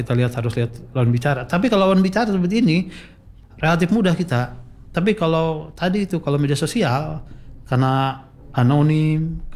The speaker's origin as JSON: {"language": "Indonesian", "region": "Banten", "country": "Indonesia", "tie": "born or raised there", "said": "Tetapi kalau menurut saya sebagai orang Banten yang besar di Banten bisa membedakan dah. Saya pernah kuliah di kota besar di Bandung, di Jakarta. Di Banten itu jauh, mesti jauh lebih baik."}